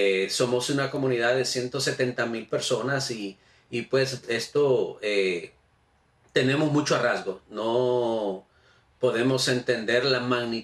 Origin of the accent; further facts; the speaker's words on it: El Salvador; now in Massachusetts, United States; como salvadoreño 25 años no le podemos llamar temporal cuando hemos construido una vida